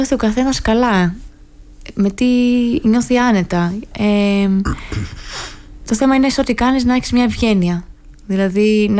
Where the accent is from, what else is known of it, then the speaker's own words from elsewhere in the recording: Patras, Western Greece, Greece; now in Athens, Greece; Είδα ότι η Αθήνα με κοινωνικοποίησε πάρα πολύ, γιατί ήρθα από την Πάτρα που και δεν ξέρω, θέλοντας και μη, εδώ στην Αθήνα, για να επιβιώσω, κοινωνικοποιήθηκα.